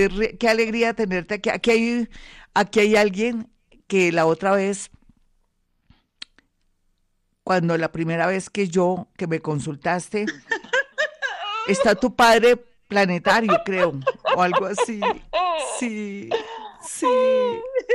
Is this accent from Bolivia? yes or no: no; Colombia; como decimos en Colombia.